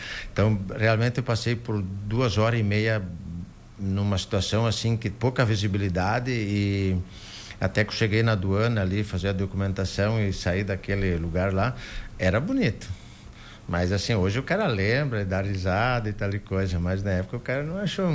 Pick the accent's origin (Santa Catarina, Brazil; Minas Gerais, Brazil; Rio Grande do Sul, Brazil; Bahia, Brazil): Santa Catarina, Brazil; Pinhalzinho; E na última viagem me perguntaram de onde é que eu era, eu disse, não, sou de Pinhalzinho.